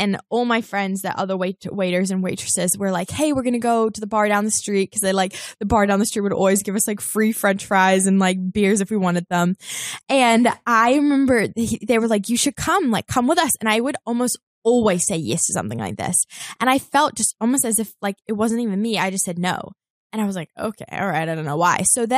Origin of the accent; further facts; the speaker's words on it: New Zealand; moved away as an adult; now in Los Angeles, United States; several years ago, I just moved to LA. I grew up in New Zealand, moved to LA.